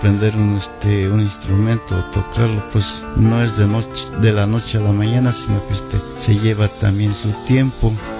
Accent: Mexico; yo soy originario de la comunidad del Pedregal, municipio de San Bartolo.

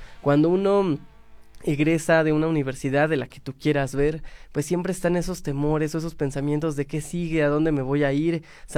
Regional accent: Pachuca, Hidalgo, Mexico; yo que soy de Pachuca y que sigo aquí

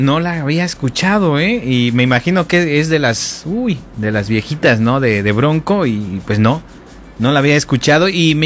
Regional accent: Mexico

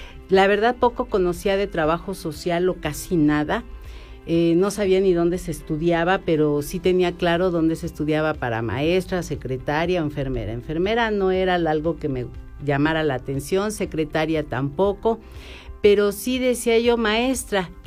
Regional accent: Tulancingo, Hidalgo, Mexico; moved away; porque soy originaria de Tulancingo

